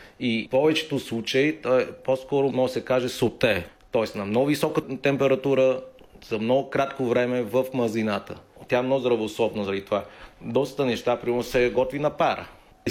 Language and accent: Bulgarian; Northern Vietnam, Vietnam; accent: northern dialect; Bulgarian is a second language; now in Bulgaria; И аз като виетнамец, и аз като българин. И нека да не се налага човек да емигрира. Защото тежи на мен като емигрант.